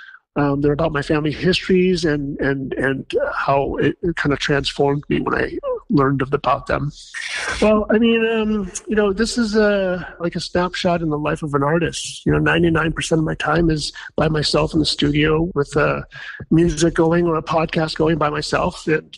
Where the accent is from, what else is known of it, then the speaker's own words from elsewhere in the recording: Wisconsin, United States; You know, it's just as a insecure teenager growing up in Wisconsin, I just wanted to blend in. I didn't have any interest in my Chinese culture.